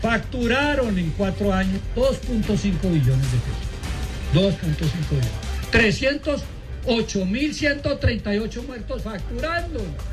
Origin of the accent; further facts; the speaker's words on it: Colombia; de nosotros, todos los colombianos